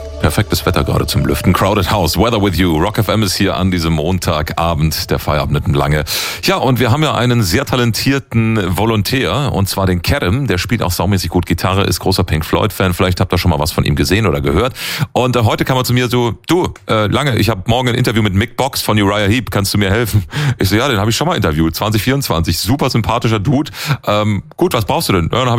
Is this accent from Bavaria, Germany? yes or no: no; Schwetzingen, Baden-Württemberg, Germany; genauer gesagt in meine Heimatstadt Schwetzingen.